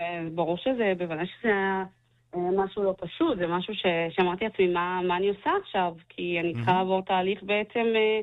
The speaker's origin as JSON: {"language": "Hebrew", "town": "Holon", "region": "Tel Aviv District", "country": "Israel", "tie": "born or raised there", "also_born_or_lived": "Berdychiv, Ukraine", "said": "אז נולדתי שם, עליתי לפה בגיל חצי שנה לארץ. ההורים שלי גם נולדו שם, חיו שם חיים שלמים עד שהגיעו לפה. וגדלתי פה בחולון, גדלתי בסביבה"}